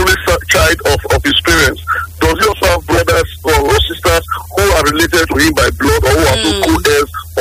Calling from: Benin; I'm calling from Benin, from Adoawa.

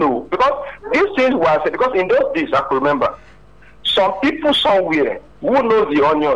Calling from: Lagos, Nigeria; I'm coming from Abulego.

